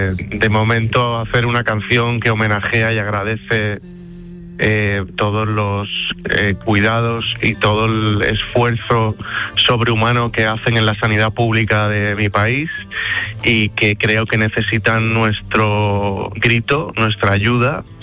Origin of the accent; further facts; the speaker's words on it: Seville, Andalusia, Spain; moved away; tengo muchas ganas de volver a mi tierra, de volver a Sevilla